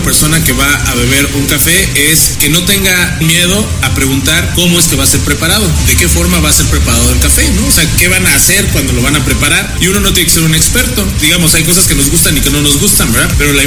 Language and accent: Spanish; State of Mexico, Mexico; maestro tostador de la casa productora Simut Café, y soy orgullosamente mexiquense.